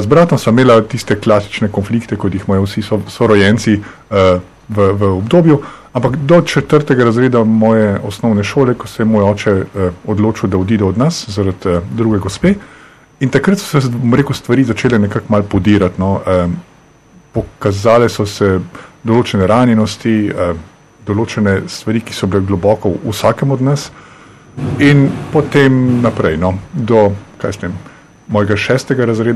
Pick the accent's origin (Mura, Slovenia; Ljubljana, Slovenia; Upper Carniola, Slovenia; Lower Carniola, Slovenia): Upper Carniola, Slovenia; Škofja Loka; Izhajam iz Škofje Loke, iz ene, jaz vedno pravim, poprečne slovenske družine, imam brata, ki je 5 let starejši od mene.